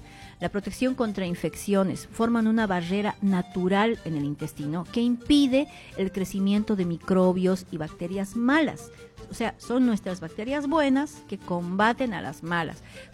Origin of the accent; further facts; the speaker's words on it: Bolivia; now in Argentina; nosotros, como comunidad boliviana en Argentina